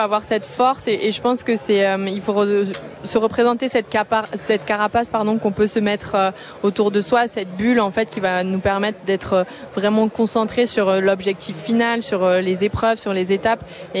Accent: Occitanie, France; mais c'est mon territoire ici. C'est l'Ariège, là où j'ai grandi, là où j'ai fait mes premières pistes aussi au Mont-Dolm.

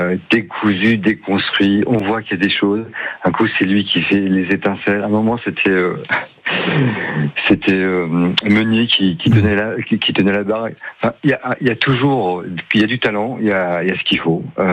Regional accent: Lille, Hauts-de-France, France; now in Marseille, France; Je suis originaire de Lille, mais je vis à Marseille.

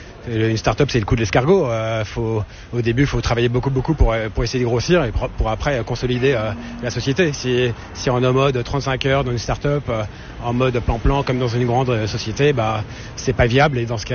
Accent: France; Faut reconnaître que quand on voyage à l'étranger, maintenant, on est devenu assez pauvre, voilà, en tant que Français.

